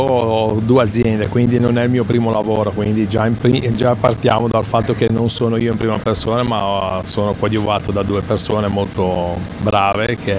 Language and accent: Italian; Chiavari, Liguria, Italy; io sono di Chiavari, quindi giochiamo in casa